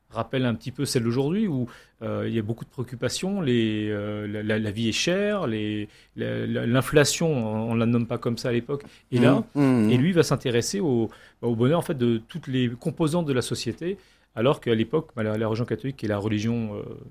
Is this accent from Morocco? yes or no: no; Grand Est, France; qui peut nous intéresser en tant que Lorrain